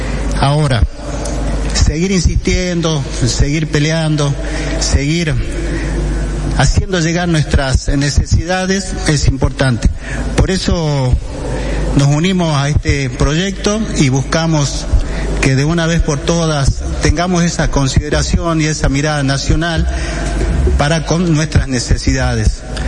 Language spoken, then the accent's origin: Spanish; Salta, Argentina; nosotros, que somos del departamento de San Carlos